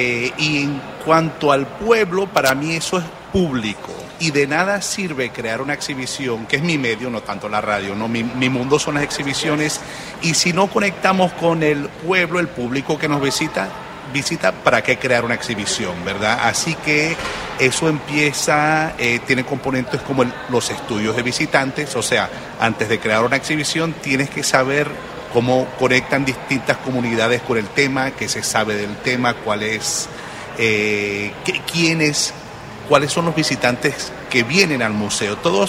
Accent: Venezuela; born there; moved away; yo nací en Venezuela, soy mitad venezolano.

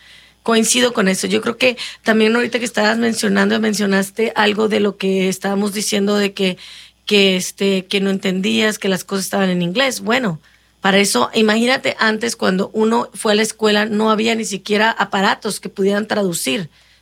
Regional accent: Brazil; Spanish is a second language; moved away; Como dije anteriormente, yo vengo directamente de Brasil

